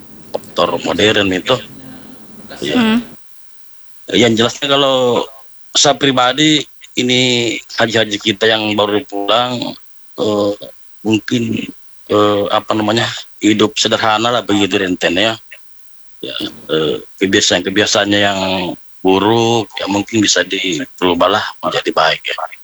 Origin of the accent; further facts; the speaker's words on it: Pangkep, South Sulawesi, Indonesia; Saya juga orang Bugis juga, Bugis Pangkep saya.